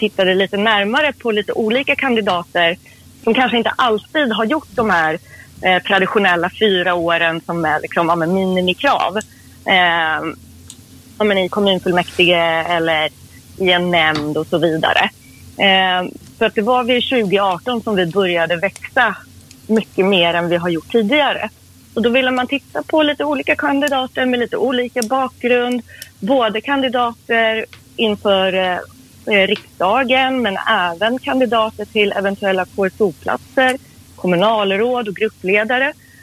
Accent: Sweden; born there; also born or lived in Iran / Gävle / Sandviken / Stockholm; Jag kom till Sverige som 2-åring med min familj. Vi flydde hit från Iran. Uppväxt i Gävle, Sandviken och Stockholm.

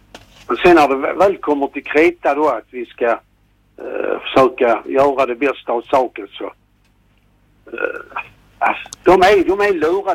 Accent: Malmö, Skåne, Sweden; born there; Jag är född i Malmö.

